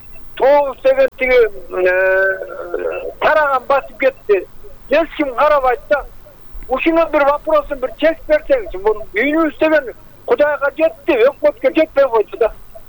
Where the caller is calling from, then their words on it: Kara-Jygach, Chuy Region, Kyrgyzstan; Аламин району Кара Жыгач айылынан звонить этип атчумун мен сизге.